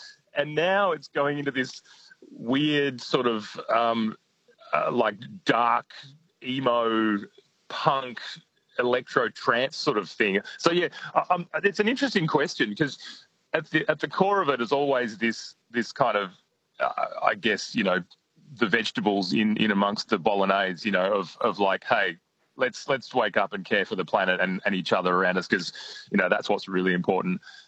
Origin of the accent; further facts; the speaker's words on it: Denmark; And my hometown in Denmark, there's the Wallery, which is another sort of community